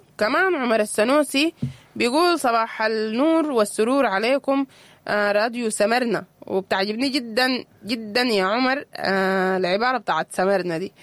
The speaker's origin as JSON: {"language": "Arabic", "country": "Sudan"}